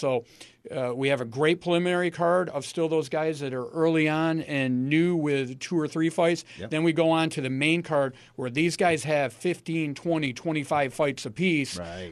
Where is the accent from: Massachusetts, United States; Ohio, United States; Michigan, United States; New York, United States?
New York, United States; Watertown; I'm from Watertown originally. This is my hometown.